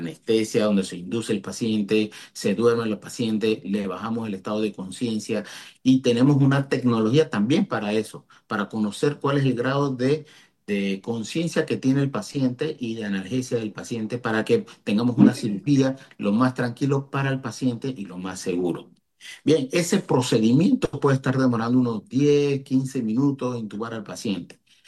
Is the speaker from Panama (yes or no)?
yes; Panama; tenemos que sentirnos orgullosos todos como panameños